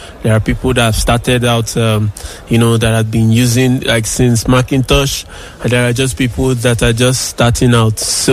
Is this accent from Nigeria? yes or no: yes; Nigeria; now in Malta; back home in my home country, back in Nigeria. So I'm coming over here all the way from Malta, which is where I live.